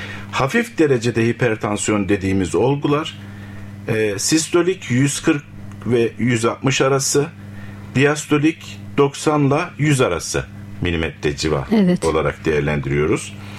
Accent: Cyprus; moved away as an adult; also born or lived in Ankara; 1966 Kıbrıs doğumluyum. İlk orta ve lise tahsilimi Kıbrıs'ta tamamladıktan sonra

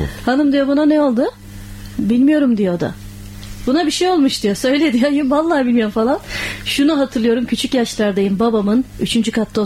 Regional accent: Muğla, Turkey; Yine bizim yörelere götüreyim sizi.

